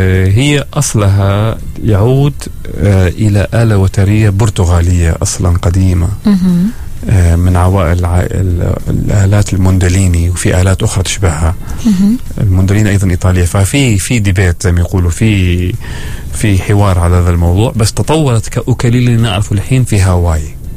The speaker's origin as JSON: {"language": "Arabic", "town": "Muscat", "region": "Muscat Governorate", "country": "Oman", "said": "عندنا في مسقط"}